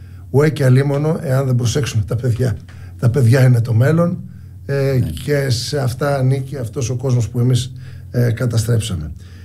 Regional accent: Samos, North Aegean, Greece; στην ιδιαίτερη πατρίδα μου τη Σάμο, από εκεί κατάγομαι εγώ

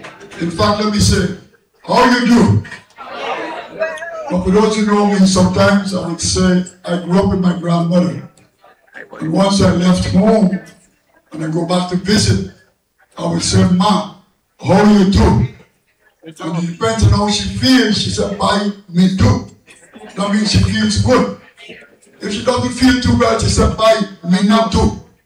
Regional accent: Victoria, Demerara-Mahaica, Guyana; I remember growing up in Victoria Village up in the East Coast.

